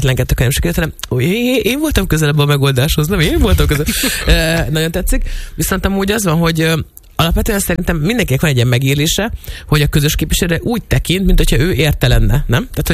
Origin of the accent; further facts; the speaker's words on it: Nyíregyháza, Szabolcs-Szatmár-Bereg, Hungary; mi nyíregyháziak vagyunk